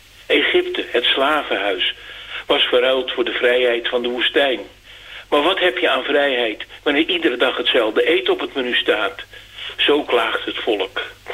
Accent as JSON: {"language": "Dutch", "town": "Amsterdam", "region": "North Holland", "country": "Netherlands", "tie": "born there"}